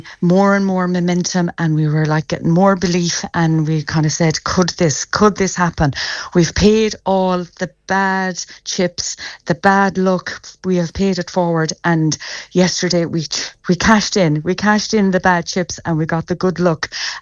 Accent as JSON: {"language": "English", "town": "Claremorris", "region": "Connacht", "country": "Ireland", "tie": "born or raised there", "said": "I grew up on Command Road"}